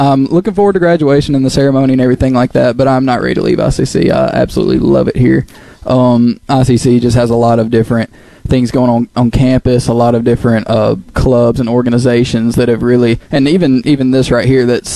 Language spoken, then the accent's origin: English; Pontotoc, Mississippi, United States; I'm from Pontotoc.